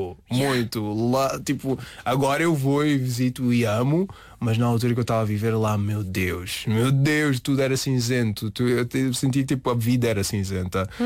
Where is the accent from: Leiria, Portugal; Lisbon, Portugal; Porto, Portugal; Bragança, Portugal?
Lisbon, Portugal; Seixal; eu sou do Seixal da Rintela